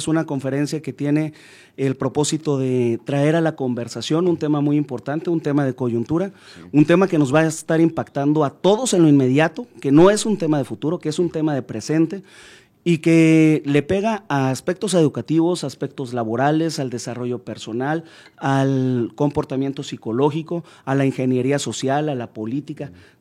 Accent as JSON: {"language": "Spanish", "town": "Camargo", "country": "Mexico", "moved": "yes", "said": "regresar a Camargo es regresar a lo real, regresar a donde se siente uno en casa."}